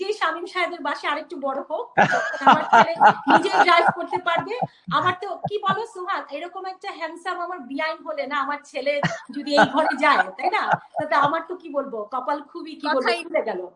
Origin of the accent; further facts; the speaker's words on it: Bangladesh; এক হচ্ছে যে আমরা বাংলাদেশি, হ্যাঁ, so we came from like you know একটা ভ্যালুস থেকে, হ্যাঁ, একটা কালচার থেকে।